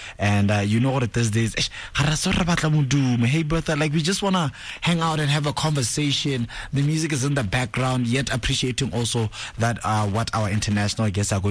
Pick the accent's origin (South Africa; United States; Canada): South Africa; Yeah. I'm South African.